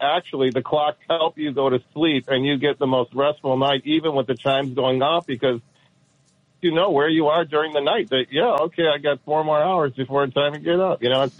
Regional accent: Detroit, Michigan, United States; But, I'm from Detroit originally, but my dad collected clocks, grandfather clocks.

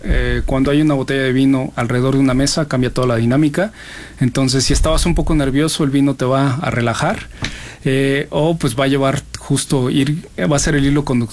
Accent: Mexico; No, es que somos mexicanos y él está en su momento de que tiene que explicar

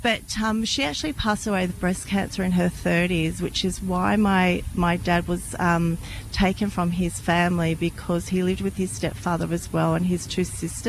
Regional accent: Canberra, Australian Capital Territory, Australia; Actually, when I was growing up in Canberra, I couldn't even tell you who they were

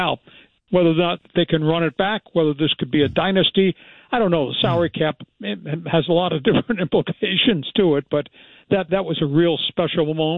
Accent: Northport, New York, United States; And I was deported from Northport, Long Island.

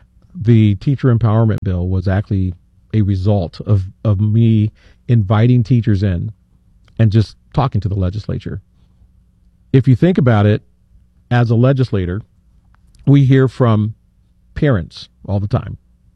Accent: Johnston, Iowa, United States; In Johnston, my hometown, we moved to phonics, restored phonics

